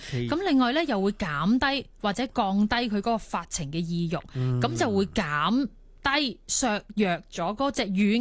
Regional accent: Hong Kong; 咁我哋香港人咧，可能好熟悉咧

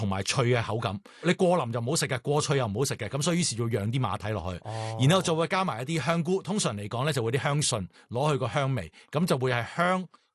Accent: Guangdong, China; 我哋讲緊呢，我哋广东人呢係会叫一啲蛋呢就叫春。

